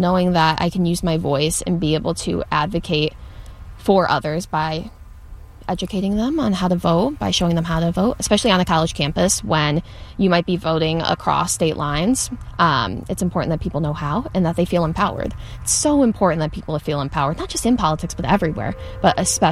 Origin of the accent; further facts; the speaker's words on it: Oxford, Michigan, United States; I'm from Oxford, Michigan. I am 21